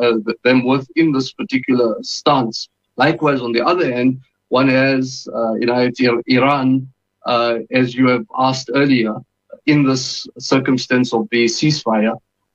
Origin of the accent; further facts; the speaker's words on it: South Africa; Al-Aqsa is felt as dearly as it is to me in South Africa, as a South African Muslim